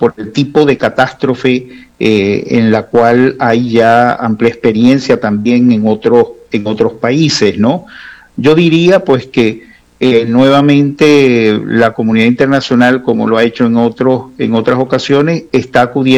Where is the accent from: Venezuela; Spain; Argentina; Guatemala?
Venezuela